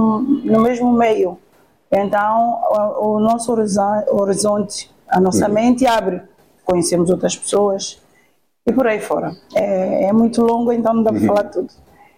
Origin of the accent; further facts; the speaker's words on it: São Tomé & Príncipe; now in Portugal; sou natural de São Tomé e Príncipe. Já estou em Portugal há 29 anos e fui atleta em São Tomé e Príncipe.